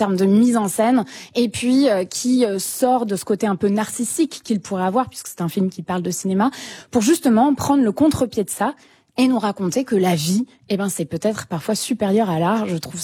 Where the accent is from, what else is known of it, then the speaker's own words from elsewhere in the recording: France; en tant que français, on soit trop concentré sur ce film.